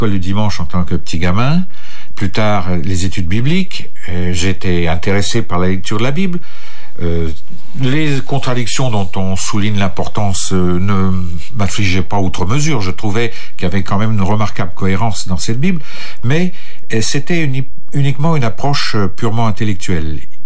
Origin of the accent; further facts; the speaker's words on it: Île-de-France, France; Je suis né en France, mais ce qu'on appelle né en exil. Bon, c'est peut-être un peu pompeux, mais en exil, ça veut dire que mon père, ainsi que ma mère, faisaient partie d'une communauté de réfugiés politiques, de gens chassés pour des raisons aussi politiques